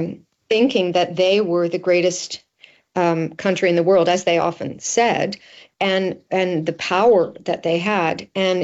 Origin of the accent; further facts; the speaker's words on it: Canada; as a Canadian